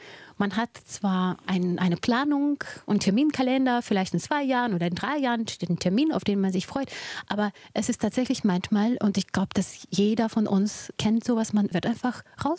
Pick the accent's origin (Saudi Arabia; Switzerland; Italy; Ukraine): Ukraine; moved away as an adult; now in Germany; Ich bin in der Ukraine geborene Judin und bin mit 19 nach Deutschland gekommen.